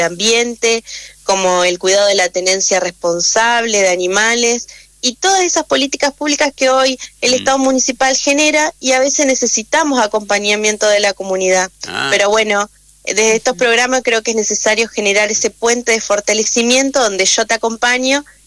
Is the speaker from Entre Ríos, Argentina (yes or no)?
yes; Victoria, Entre Ríos, Argentina; como argentino, como victorienses.